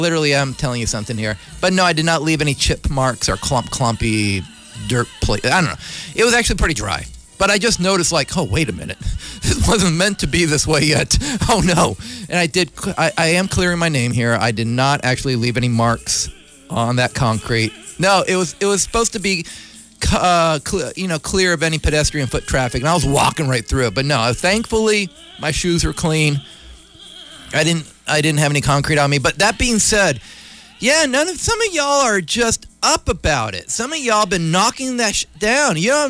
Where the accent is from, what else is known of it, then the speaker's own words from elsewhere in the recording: Vallejo, California, United States; this is my hometown.